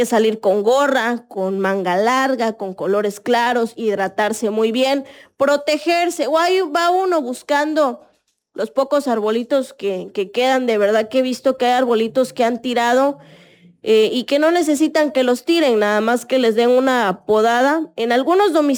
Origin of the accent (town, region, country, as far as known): Mexico